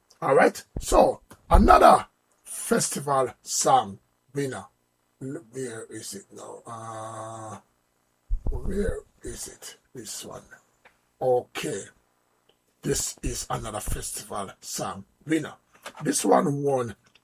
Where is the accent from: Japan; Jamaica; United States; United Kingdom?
Jamaica; I am a Jamaican.